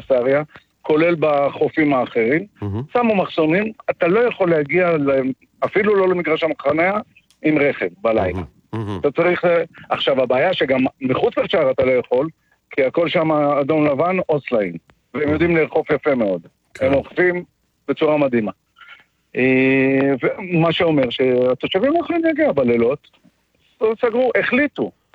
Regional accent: Or Akiva, Haifa District, Israel; תראה, אני יליד אור עקיבא. נולדתי, גדלתי בעיר הזאת. המשפחה שלי מקימי העיר.

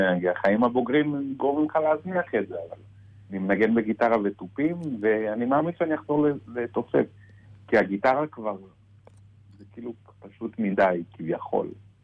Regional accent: Holon, Tel Aviv District, Israel; also born or lived in Netanya / Jaffa; now in Or Yehuda, Israel; אני מרכזניק. גדלתי בחולון. כל הניעורים שלי זה חולון, יפו, ועכשיו אני באור יהודה. ואני קצת יש לי מגיעות של נתניה, כי נולדתי שם

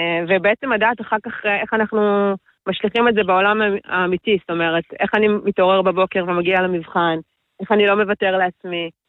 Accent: Central Israel, Israel; אני מהמרכז

